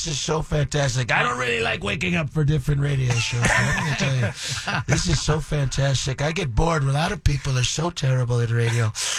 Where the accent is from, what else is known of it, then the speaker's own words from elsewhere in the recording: Nigeria; Especially foreigners, we like, because I'm Nigerian.